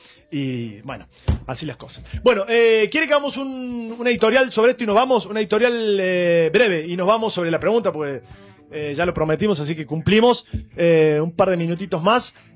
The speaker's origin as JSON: {"language": "Spanish", "country": "Argentina"}